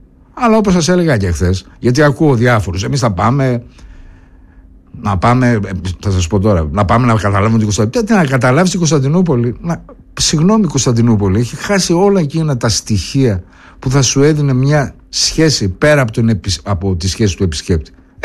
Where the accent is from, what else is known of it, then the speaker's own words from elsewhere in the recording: Thessaloniki, Central Macedonia, Greece; accent: Attic dialect; Έτυχε να είμαι Θεσσαλονικιός που είχα Αττική διάλεκτο και μου λέγανε: πού είσαι από Θεσσαλονίκη? Αποκλείεται να είσαι από Θεσσαλονίκη, δεν έχεις το λό, δεν το χαλαρώ.